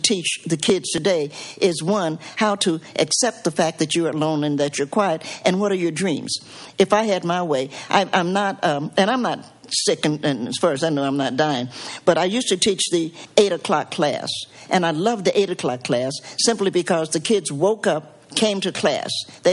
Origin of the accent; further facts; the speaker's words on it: Appalachia, United States; aside from the fact that I'm an Appalachian, I'm a big fan of Appalachia.